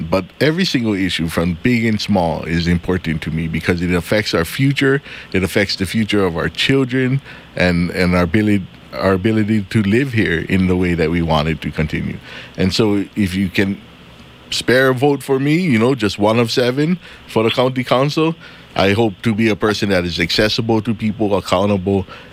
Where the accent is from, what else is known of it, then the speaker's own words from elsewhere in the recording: Kauai, Hawaii, United States; I'm running for county council. I'm born and raised on Kauai.